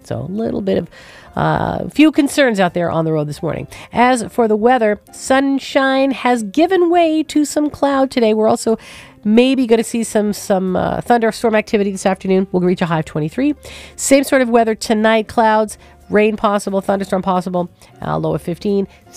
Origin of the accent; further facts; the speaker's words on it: St. John's, Newfoundland and Labrador, Canada; he and I grew up together in St. John's, Newfoundland.